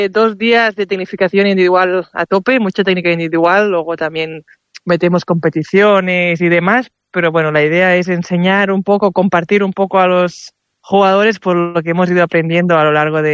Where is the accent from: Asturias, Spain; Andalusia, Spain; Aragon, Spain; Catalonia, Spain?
Catalonia, Spain; Mataró; somos de Barcelona, Mataró, Angie es americana